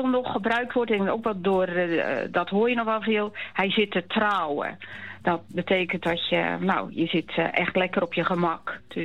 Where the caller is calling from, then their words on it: Katwijk, South Holland, Netherlands; Ik kom uit Katwijk, ja.